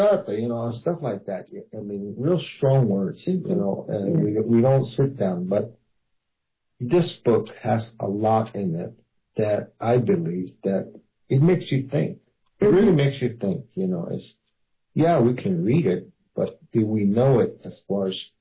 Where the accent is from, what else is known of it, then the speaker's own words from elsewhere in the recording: Arizona, United States; first language Hopi; English is a second language; I've always spoken Hopi as my first language. It's never been English.